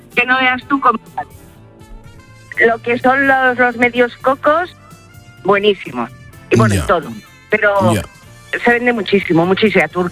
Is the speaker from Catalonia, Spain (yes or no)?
no; Torrent, Valencian Community, Spain; Yo vengo de Torrent, por ejemplo, que estoy a 25, 28 kilómetros.